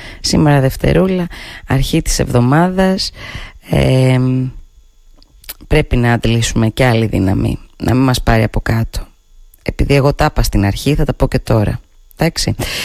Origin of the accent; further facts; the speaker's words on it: Thessaloniki, Central Macedonia, Greece; moved away; επειδή μεγάλωσα στη Θεσσαλονίκη